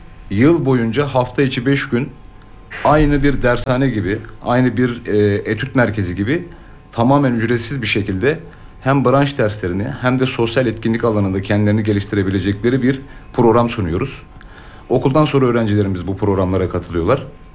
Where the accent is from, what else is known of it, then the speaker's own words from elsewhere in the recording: Kilis, Kilis Province, Turkey; Ben 22.09.1991 Kilis doğumluyum. İlk orta öğrenimimi tamamladıktan sonra üniversite hayatımı da Kilis'te gerçekleştirdim.